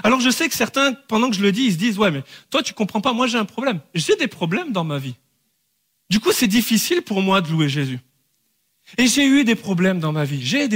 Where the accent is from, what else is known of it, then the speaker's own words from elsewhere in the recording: France; Et les amis, on est français pour la grande majorité d'entre nous. En tout cas, on est en France.